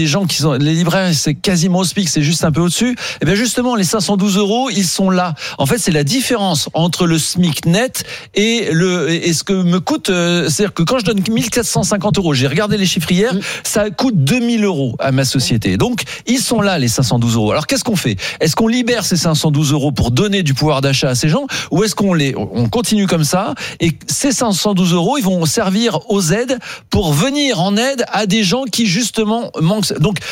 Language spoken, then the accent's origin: French; Grand Est, France; Parce que je suis lorrain d'origine aussi